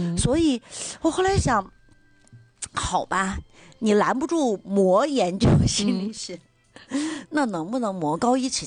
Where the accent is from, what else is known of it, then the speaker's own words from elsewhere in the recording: Dalian, Liaoning, China; 我们大连人